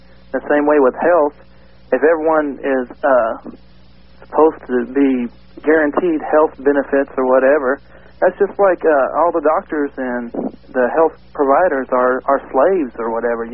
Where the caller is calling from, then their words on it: Everett, Washington, United States; Everett, Washington.